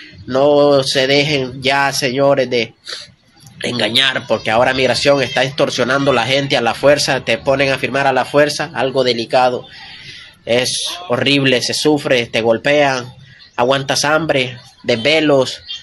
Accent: Honduras; moved away as an adult; Soy de Honduras. Estaba viviendo en la Florida, Miami, Estados Unidos.

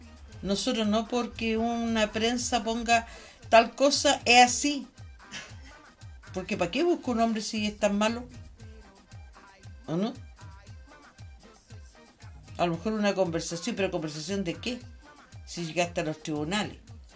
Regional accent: Chile; somos chilenos

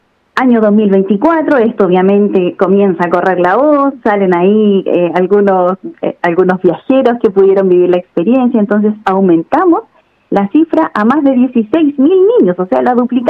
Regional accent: Rengo, O'Higgins, Chile; Yo soy de Rengo, así que estamos por lo menos compartiendo la región

